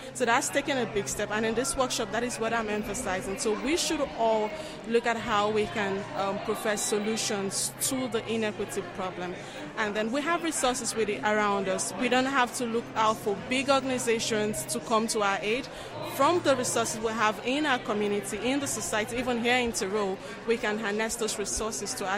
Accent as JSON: {"language": "English", "country": "Nigeria", "moved": "as an adult", "lives_now": "Innsbruck, Austria", "said": "I'm from Nigeria. I'm currently studying here philosophy at the University of Innsbruck. Yeah, I'm a doctoral student there."}